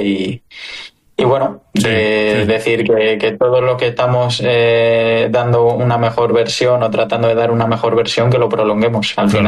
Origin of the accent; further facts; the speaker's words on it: Spain; Ya no solo como aficionado, sino también claro. como español.